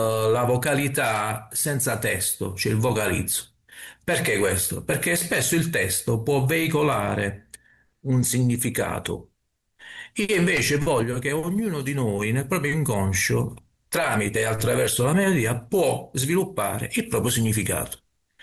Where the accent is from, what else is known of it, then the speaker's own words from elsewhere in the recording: Apulia, Italy; questa mia terra, che è la Capitanata, che parte dai Monti Dauni e va fino al Gargano